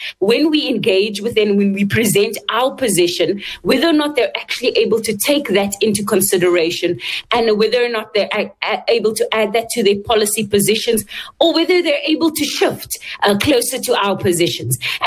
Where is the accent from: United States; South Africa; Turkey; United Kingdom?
South Africa; But over and above that, we are all South African citizens. And there are common challenges that all of us face.